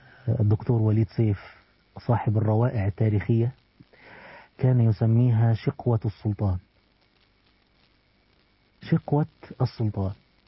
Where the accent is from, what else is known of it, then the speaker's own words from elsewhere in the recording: Egypt; فاكر احنا عندنا في مصر موقف لطيف لذيذ